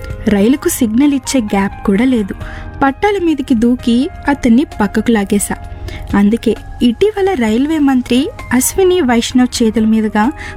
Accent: Talagam, Andhra Pradesh, India; మాది విజయనగరం జిల్లాలోని వంగర మండలం తలగాం గ్రామం.

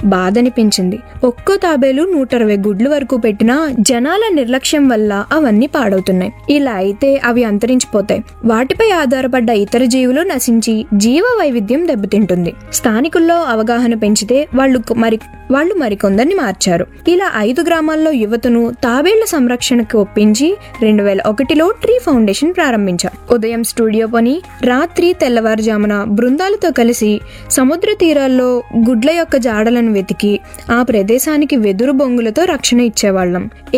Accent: Machilipatnam, Andhra Pradesh, India; now in Chennai, India; మాది మచిలీపట్నం. 3 దశాబ్దాల క్రితమే మా పూర్వీకులు చెన్నైలో స్థిరపడ్డారు.

